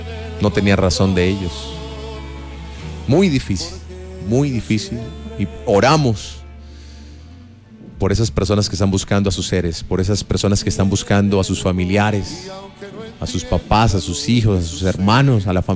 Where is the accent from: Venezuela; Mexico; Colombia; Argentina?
Colombia